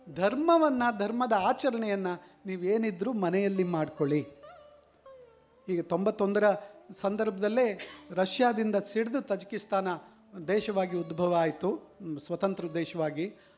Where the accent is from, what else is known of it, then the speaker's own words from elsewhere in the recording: Karnataka, India; moved away as an adult; also born or lived in Tajikistan / Oman; ನಾವಿರುವಾಗ ಅಲ್ಲಿ ಕನ್ನಡಿಗರು ಇದ್ದದ್ದು 1.5 ಜನ, ಒಬ್ಬ ನಾನು